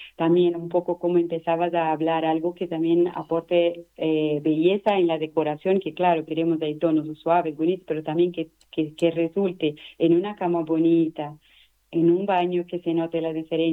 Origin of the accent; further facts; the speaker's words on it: Brazil; now in Madrid, Spain; Bueno, entonces somos brasileños